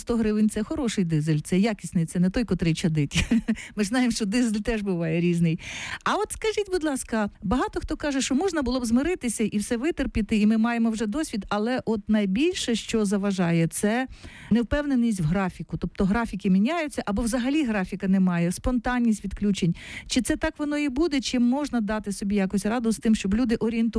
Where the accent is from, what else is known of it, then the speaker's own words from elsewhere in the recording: Kyiv, Ukraine; Київ, от я можу сказати, як киянка.